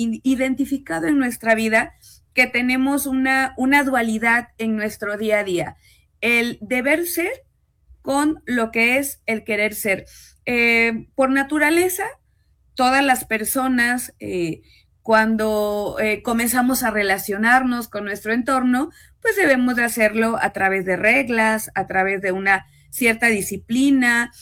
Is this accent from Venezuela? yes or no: no; Mexico; now in Xalapa, Mexico